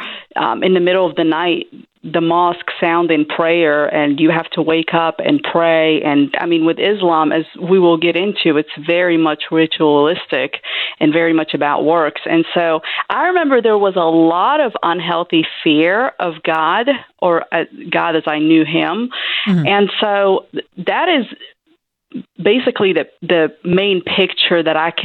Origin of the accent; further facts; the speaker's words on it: Casablanca, Casablanca-Settat, Morocco; moved away; what I remember mainly about growing up in Morocco is, you know, I was the baby in a family of 5 siblings, and I was born and raised into an Islamic household.